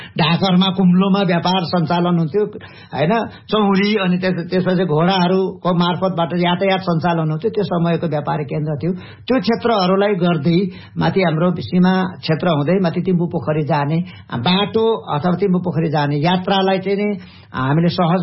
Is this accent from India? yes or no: no; Koshi Province, Nepal; छुट्टै राज्य हुँदाखेरि भारत सिक्किम र नेपालको सिमाना जोडिएको ठाउँलाई चाहिँ तीन सिमाना भन्छ, त्यो मेरो गाउँमा पर्दछ।